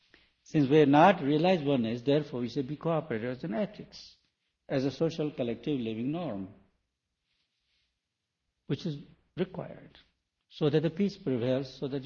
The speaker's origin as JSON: {"language": "English", "country": "India", "said": "I'm from India"}